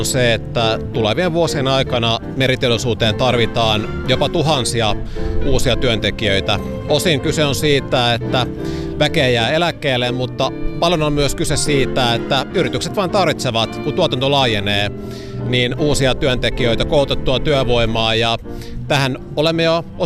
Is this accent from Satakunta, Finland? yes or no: yes; Rauma, Satakunta, Finland; Meillä Raumalla